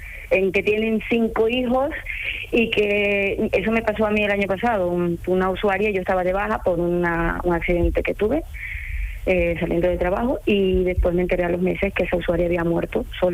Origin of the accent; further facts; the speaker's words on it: Ecuador; now in Spain; Ecuatoriana. Yo soy ecuatoriana, nacida en Ecuador. Y llevo aquí desde el 2003 en España.